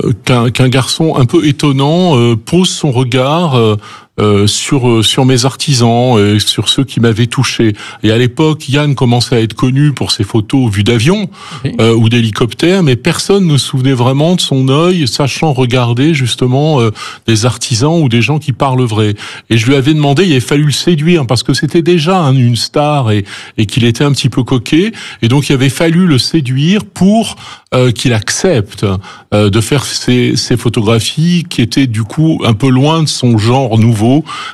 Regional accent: Roanne, Auvergne-Rhône-Alpes, France; born there; C'est vrai que je suis né à Roanne, pays des frères Troisgros, mais malheureusement, je suis né du mauvais côté de la voie ferrée.

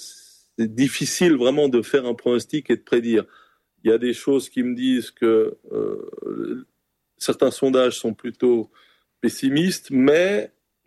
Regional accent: Geneva, Switzerland; Alors, un des derniers cantons, c'est Genève. On est suisse que depuis 1815.

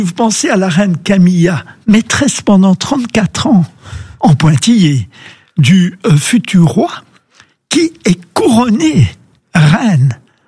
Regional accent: Brussels, Brussels-Capital Region, Belgium; Après tout, je suis bruxellois, donc c'est l'Union européenne, c'est chez nous.

